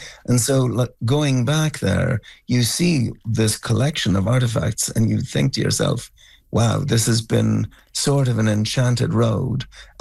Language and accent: English; Ulster, Ireland; I chatted to the owner of the pub, who was from County Cavan, which is where I grew up in Ireland.